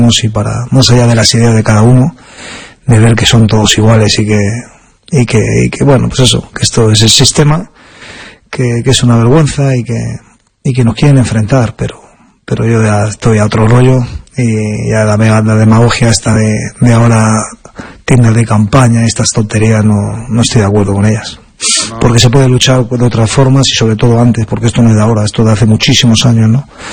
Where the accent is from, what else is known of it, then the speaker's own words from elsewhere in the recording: Madrid, Community of Madrid, Spain; Yo soy de Aluche, porque me he criado en mi barrio, que estoy muy orgulloso.